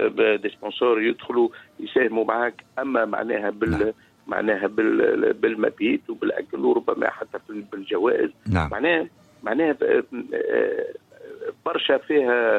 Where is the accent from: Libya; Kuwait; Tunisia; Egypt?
Tunisia; فما عنا من المغرب عنا من ليبيا عنا من الجزائر وإحنا ثلاثة من تونس